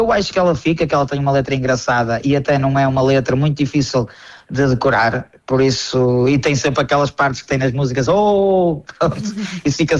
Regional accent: Penafiel, Norte, Portugal; sou de Penafiel, tenho 33 anos

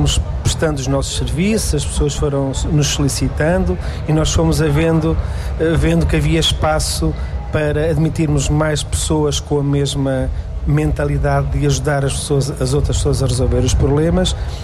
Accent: São Martinho da Cortiça, Centro, Portugal; Nós originariamente somos de São Martinho da Cortiça.

